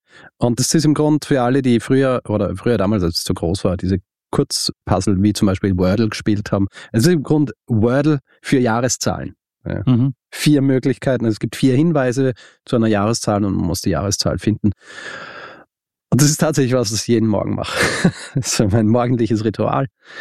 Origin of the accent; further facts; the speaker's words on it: Austria; Genau, kein Radio und ich bin Österreicher